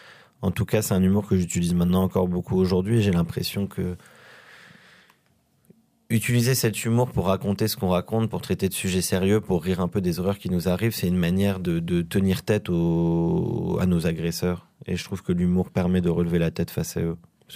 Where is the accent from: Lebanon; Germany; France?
Lebanon; C'était une rencontre dans une école justement, non, plutôt de la plaine de la Beka, c'est une école publique au Liban